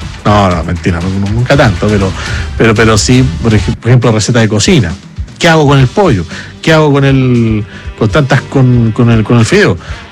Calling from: La Florida, Santiago Metropolitan Region, Chile; de la Florida.

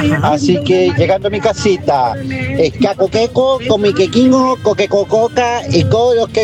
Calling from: San Pedro de la Paz, Biobío, Chile; Aquí, saludo de San Pedro de la Paz, ingresando sector Boca Sur.

